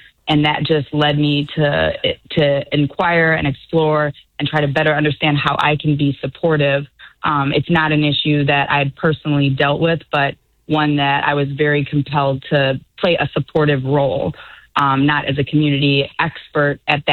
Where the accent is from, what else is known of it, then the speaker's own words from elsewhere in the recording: Dolton, Illinois, United States; I personally come from the South Suburbs. In particular, I come from the South Suburb Dalton, which is the same suburb, of course, we know that the Pope hails from. My family has been very civically engaged in the South Suburbs my entire life.